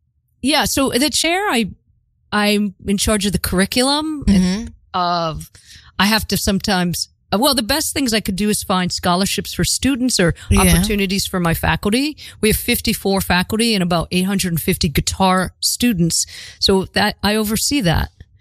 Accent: Pittsburgh, Pennsylvania, United States; now in New York, United States; From Pittsburgh. Yeah.

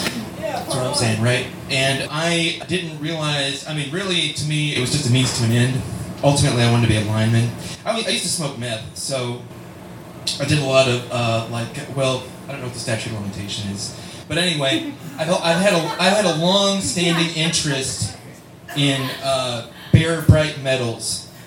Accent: Louisville, Kentucky, United States; I am from Louisville.

